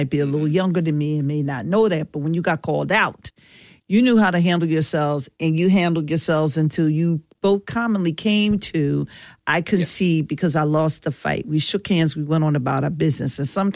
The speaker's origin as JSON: {"language": "English", "town": "Philadelphia", "region": "Pennsylvania", "country": "United States", "said": "from North Mary, Philly, you know."}